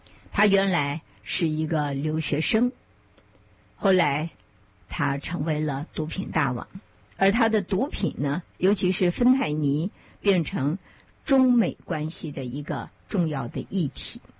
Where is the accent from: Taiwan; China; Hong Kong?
Taiwan; 我们台湾人以前有什么王哥柳哥，是一个漫画的一个主角。